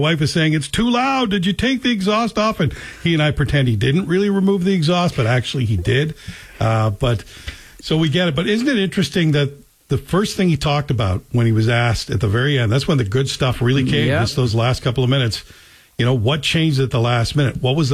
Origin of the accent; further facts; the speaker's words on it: Canada; So I wouldn't panic yet if I'm a Canadian. I think we should all just take a deep breath. We're clearly ready to fight.